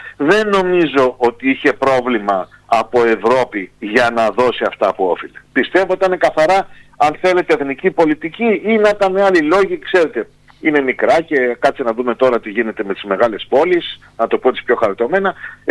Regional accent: Greece

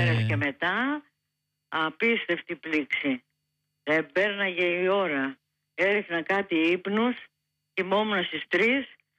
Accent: Athens, Attica, Greece; born there; Γεννήθηκα στο Παγκράτη

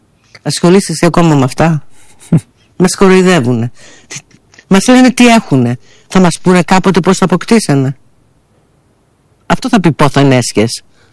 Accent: Greece; νιώθα περήφανη που είμαι Ελληνίδα.

